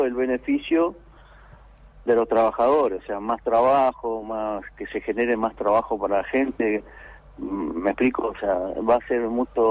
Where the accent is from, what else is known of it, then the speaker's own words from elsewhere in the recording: Chubut, Argentina; yo soy de Chubut y lucho por Chubut.